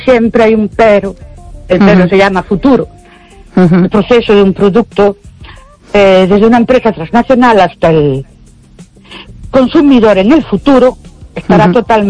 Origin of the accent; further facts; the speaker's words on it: Ourense, Galicia, Spain; Buenas noches … de Orense.